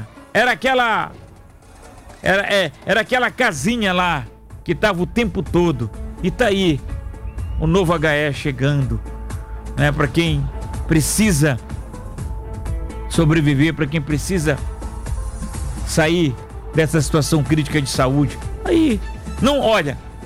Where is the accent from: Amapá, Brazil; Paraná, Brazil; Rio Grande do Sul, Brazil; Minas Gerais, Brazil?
Amapá, Brazil; eu como amapaense